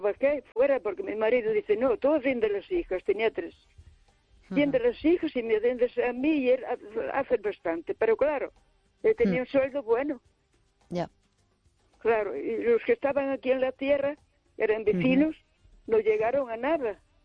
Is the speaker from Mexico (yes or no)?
no; Monforte de Lemos, Galicia, Spain; de Monforte de Lemos.